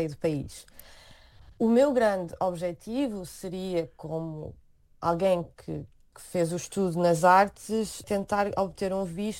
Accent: Portugal; moved away as an adult; now in South Korea

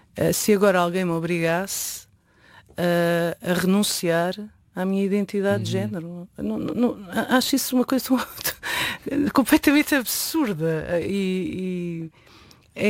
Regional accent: Lisbon, Portugal; eu nasci e cresci em Chelas e também está em plena Lisboa e não... nesse sentido também é um não lugar.

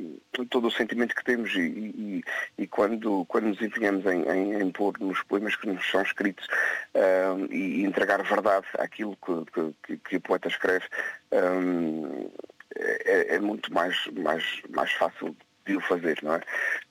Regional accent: São Jorge Island, Azores, Portugal; now in Terceira Island, Portugal; Eu sou natural da Ilha de São Jorge, já resido aqui na Ilha Terceira há 20 anos, mas São Jorge é sempre a minha terra, sempre o meu berço

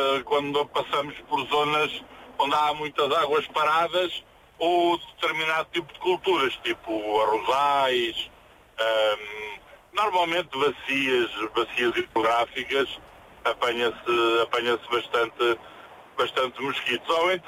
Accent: Bellshill, Scotland, United Kingdom; Eu venho do norte da Europa. Eu venho do norte da Escócia.

